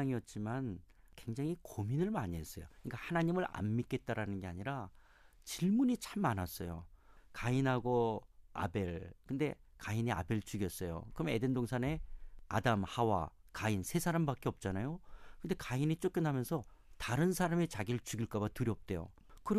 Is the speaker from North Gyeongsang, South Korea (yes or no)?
no; Seoul, South Korea; 저는 고향이 을지로 삼가예요. 제가 을지로 삼가에서 태어났고, 저는 막내 중에 막내처럼 자랐기 때문에